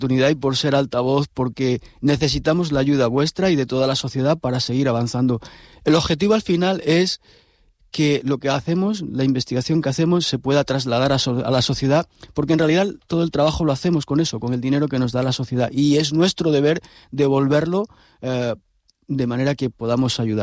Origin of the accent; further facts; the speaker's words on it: Salamanca, Castile and León, Spain; moved away; Yo que vengo de Salamanca, lo que es ahora la España vaciada